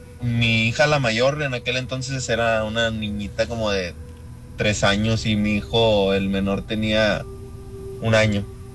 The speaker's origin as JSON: {"language": "Spanish", "town": "Santa Catarina", "region": "Nuevo León", "country": "Mexico", "tie": "born or raised there", "said": "Cuando de recién me mudé para esa casa, no nos gustaba estar ahí, ¿verdad? Yo crecí en Santa y era de que cada fin de semana nos veníamos a Santa, acá al barrio donde habíamos crecido"}